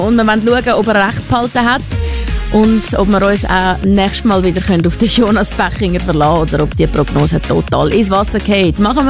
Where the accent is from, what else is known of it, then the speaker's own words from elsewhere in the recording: Switzerland; Wir sind völlig neutral, wie es immer ist bei uns in der Schweiz.